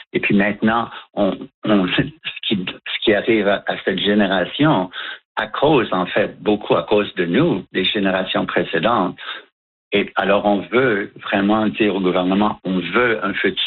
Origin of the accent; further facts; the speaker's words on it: Montreal, Quebec, Canada; J'ai grandi à Montréal, mais on avait un petit chalet dans les Nord, dans les Laurentides.